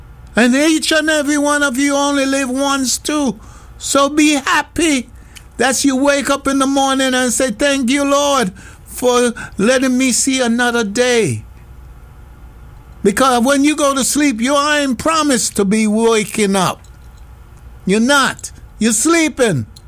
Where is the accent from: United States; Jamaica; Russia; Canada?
Jamaica; Yes, I'm Jamaican, but I'm a child of God.